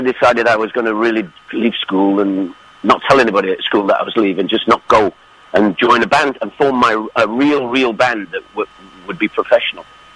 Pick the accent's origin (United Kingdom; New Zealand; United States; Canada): United Kingdom; moved away; in America, what I am is British. In England, I'm just another rock singer, you know what I mean? But there I'm an old British rock singer